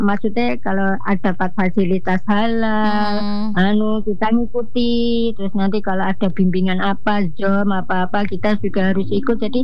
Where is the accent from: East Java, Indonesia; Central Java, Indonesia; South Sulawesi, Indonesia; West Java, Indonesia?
East Java, Indonesia; Kediri; born there; Ya kan memang aku lahir dari Kediri, jadi aku warga Kediri